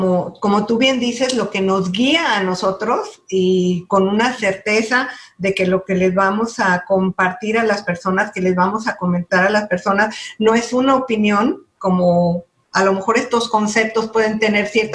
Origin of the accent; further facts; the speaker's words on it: Mexico; Acá en México no, en México sí seguimos manteniendo nuestros dos apellidos, ¿no? Entonces … ¿no? Entonces mi identidad como mujer, como mexicana